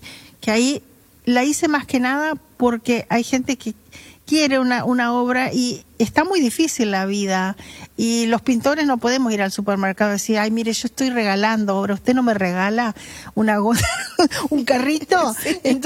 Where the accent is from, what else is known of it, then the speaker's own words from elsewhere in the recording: Salto, Uruguay; born there; Tanto que Quiroga es nacido en el mismo lugar. Los dos nacimos en Salto.